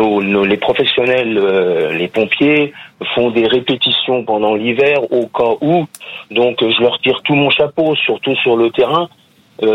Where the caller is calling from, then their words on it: Saint-Mammès, Île-de-France, France; moi je vis à Saint-Moreau, ça se situe à 7 km du centre de Fontainebleau, à l'est de Fontainebleau.